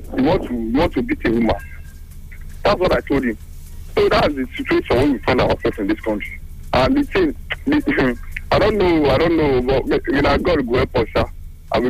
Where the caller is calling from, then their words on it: Asaba, Delta, Nigeria; I'm calling from Asaba.